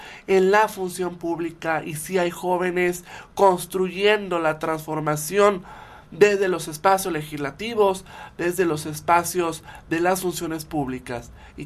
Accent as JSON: {"language": "Spanish", "country": "Mexico"}